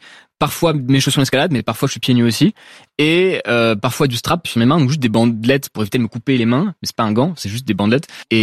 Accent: Paris, Île-de-France, France; Alors, j'ai grandi à Paris, donc du coup, bon, j'ai grandi autour des gratte-ciels

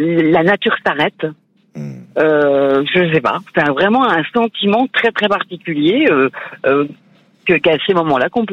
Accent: Grand Est, France; Ah bah 2 jours et demi, parce qu'on vient d'Alsace.

